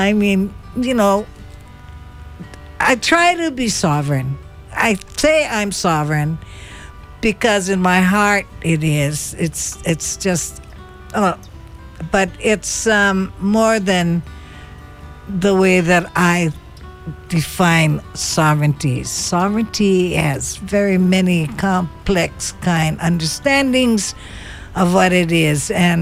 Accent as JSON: {"language": "English", "region": "Hawaii", "country": "United States", "said": "we're Hawaiian. We're a Hawaiian nation."}